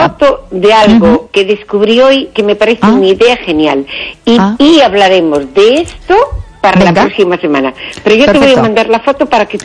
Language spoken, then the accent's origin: Galician; Freixo de Deva, Galicia, Spain; Son de Freixo de Deva, un pobo precioso, precioso.